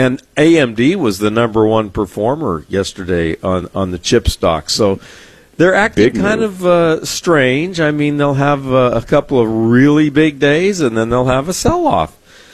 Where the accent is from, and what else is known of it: San Diego, California, United States; born or raised there